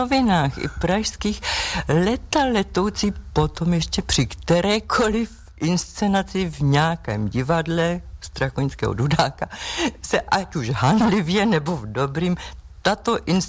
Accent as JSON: {"language": "Czech", "region": "Prague", "country": "Czechia", "moved": "as an adult", "lives_now": "České Budějovice, Czechia", "said": "Já jsem Pražačka"}